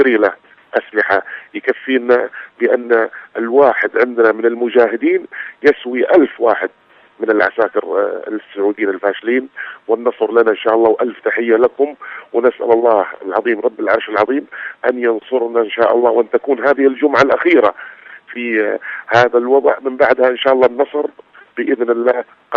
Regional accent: South Yemen, Yemen; ونحن أبناء الجنوب نتابع بكل صمت وقلوبنا معكم، ونوصي إخواننا في صنعاء الأحرار أن لا يجلسوا في بيوتهم غدا

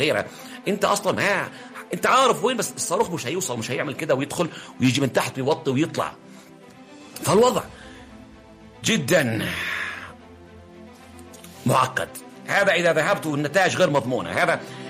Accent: Yemen; عندنا في اليمن

